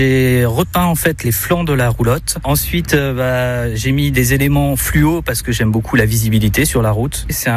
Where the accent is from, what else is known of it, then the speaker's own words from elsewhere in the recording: Bazas, Nouvelle-Aquitaine, France; born there; j'ai 42 ans et je suis né à Bazas et je suis musicien itinérant dans le sud Gironde.